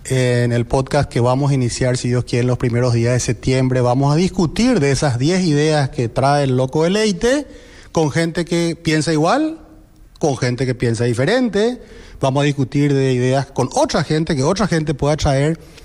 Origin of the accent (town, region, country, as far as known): Paraguay